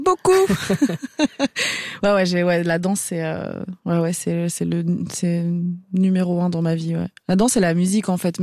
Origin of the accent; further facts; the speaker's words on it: Algeria; born there; je suis née en Algérie pendant la guerre civile